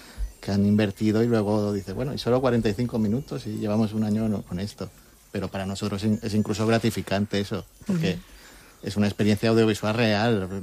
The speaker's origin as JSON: {"language": "Spanish", "town": "Palma", "region": "Balearic Islands", "country": "Spain", "said": "Yo soy de Palma también y trabajo en Kindrop."}